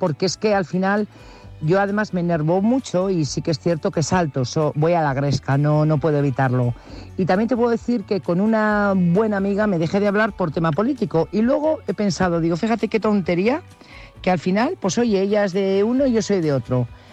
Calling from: Burgos, Castile and León, Spain; Buenas noches … corresponsal de Burgos.

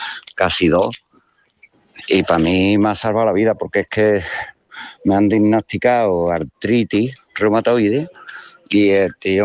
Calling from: Andalusia, Spain; Hola, fareros y fareras. … de la Sierra Cádiz.

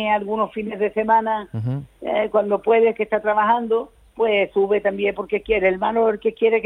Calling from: Medina Sidonia, Andalusia, Spain; Nosotros somos de Medina Sidonia.

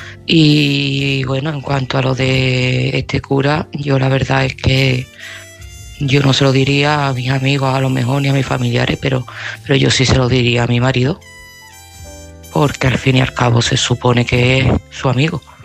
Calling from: Seville, Andalusia, Spain; de Sevilla

